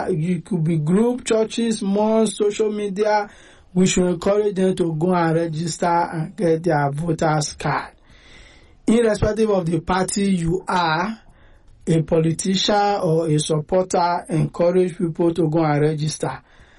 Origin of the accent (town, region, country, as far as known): Nigeria